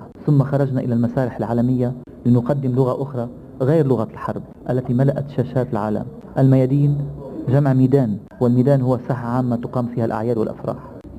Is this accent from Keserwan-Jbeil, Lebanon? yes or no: yes; Amchit, Keserwan-Jbeil, Lebanon; also born or lived in Beirut; أنا من قرية ساحلية تقع على ساحل البحر الأبيض المتوسط تدعى عمشيد، وتقع هذه القرية بالقرب من مدينة جبيل الأثرية بيبلوس المعروفة باسم بيبلوس.